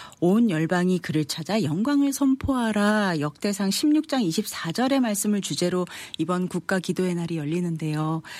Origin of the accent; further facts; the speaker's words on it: South Korea; now in United States; 또 특별히 또 저희는 또 한인 이민자로서 또 이 미국 땅에 이렇게 또 우리가 정착을 하고 살게 된 것 자체도 참 굉장한 축복 같아요.